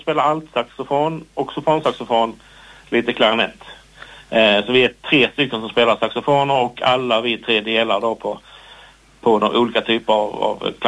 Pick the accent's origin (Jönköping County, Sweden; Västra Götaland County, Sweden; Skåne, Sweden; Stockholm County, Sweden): Skåne, Sweden; Kristianstad; moved away as an adult; Jag kom från Kristianstad från början, den var ganska stark. Sen kom jag till Lund i mitten på 90-talet